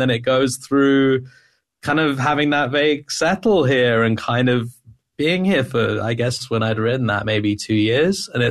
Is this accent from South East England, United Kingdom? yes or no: yes; Canterbury, South East England, United Kingdom; moved away as an adult; also born or lived in Manchester; now in Milwaukee, United States; So I grew up in Canterbury in England. It's my hometown.